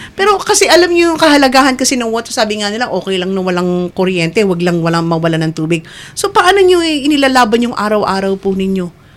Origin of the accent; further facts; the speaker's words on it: General Luna, Calabarzon, Philippines; Sa amin sa General Luna, may maganda na rin kaming barangay hall.